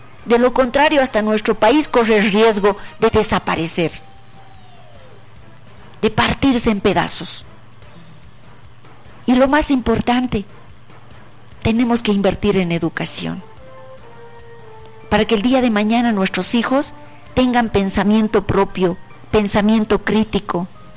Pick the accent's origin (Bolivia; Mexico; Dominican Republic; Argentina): Bolivia; nosotros primero somos bolivianos. Antes de ser cruceños, alteños, paceños, somos bolivianos.